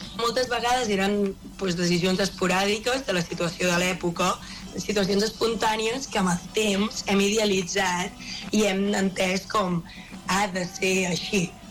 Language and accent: Catalan; Palau-solità i Plegamans, Catalonia, Spain; En el cas de Palau, que és el meu poble